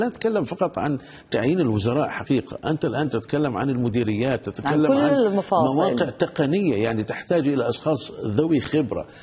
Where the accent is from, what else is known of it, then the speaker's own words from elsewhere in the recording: Aleppo, Aleppo Governorate, Syria; أنا ابن مدينة حلب، يتعرض أهالي حلب لتنمر كبير جدا وبما فيهم عوائل من حلب.